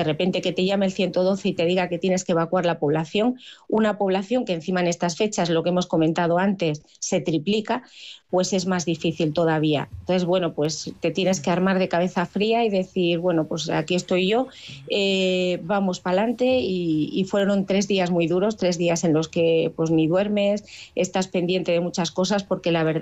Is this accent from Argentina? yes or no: no; Villar de Plasencia, Extremadura, Spain; soy de Villar de Plasencia